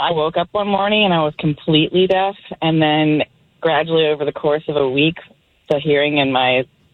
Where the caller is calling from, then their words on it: Farmville, Virginia, United States; I'm calling from Farmville, Virginia.